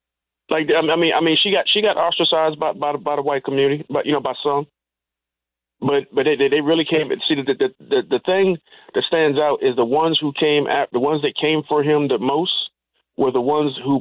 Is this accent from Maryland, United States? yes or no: yes; Maryland, United States; he was going to make his return to his hometown, my hometown in Eastern Maryland